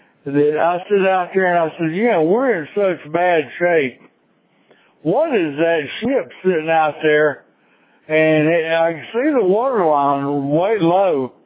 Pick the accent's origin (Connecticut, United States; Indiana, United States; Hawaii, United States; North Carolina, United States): North Carolina, United States; Charlotte; born and raised in Charlotte